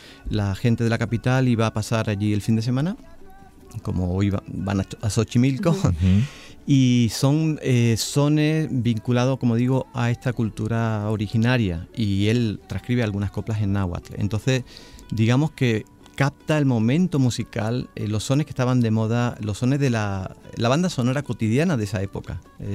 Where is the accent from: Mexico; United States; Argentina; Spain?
Spain; Seville, Andalusia; yo soy de Sevilla también, éramos paisanos.